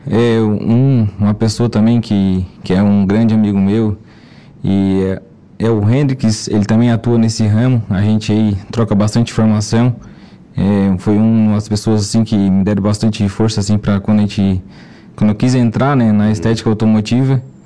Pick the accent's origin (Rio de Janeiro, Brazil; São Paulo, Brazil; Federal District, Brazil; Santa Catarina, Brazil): Santa Catarina, Brazil; Araranguá; eu nasci aqui, fui criado na Cidade Alta ali, né? Estudei no Maria Garcia Pesce. Fiquei ali até meus 12 anos, até o falecimento da minha mãe. E depois dali a gente foi morar na Uruçanguinha